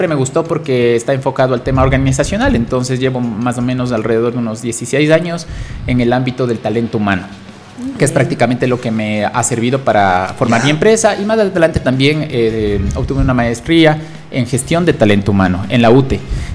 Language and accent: Spanish; Otavalo, Imbabura, Ecuador; also born or lived in Ibarra / Quito; Nací en Otavalo, estudié en la escuela católica que queda, fui la última promoción que se graduó en el edificio que queda junto a la iglesia de San Luis, frente al Parque Bolívar.